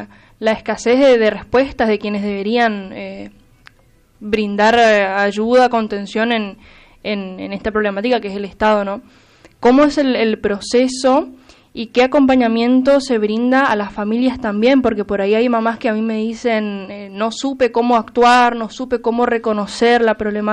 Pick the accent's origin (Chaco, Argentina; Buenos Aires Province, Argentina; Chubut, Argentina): Chaco, Argentina; Puerto Tirol; yo soy de Puerto Tirol